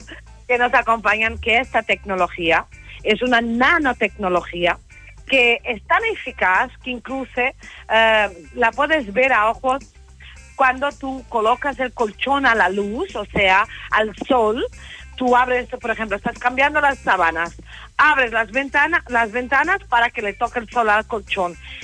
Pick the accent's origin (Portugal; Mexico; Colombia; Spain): Portugal; yo soy portuguesa, sí.